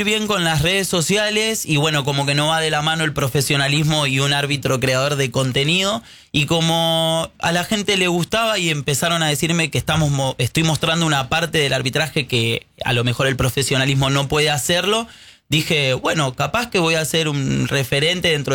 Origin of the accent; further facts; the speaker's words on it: Gregorio de Laferrere, Buenos Aires Province, Argentina; De la Ferrere, Gregorio de la Ferrere, sí, nacido ahí, criado ahí.